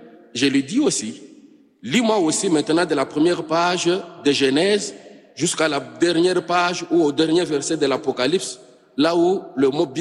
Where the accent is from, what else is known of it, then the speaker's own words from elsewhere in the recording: DR Congo; chez nous en République démocratique du Congo, dont je suis originaire.